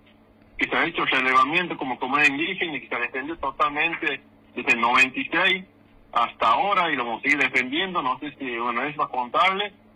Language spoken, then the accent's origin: Spanish; Santiago del Estero, Argentina; yo tengo 40 años, y vivo aquí en Pampato, en mi tierra natal, y nacido, mi criado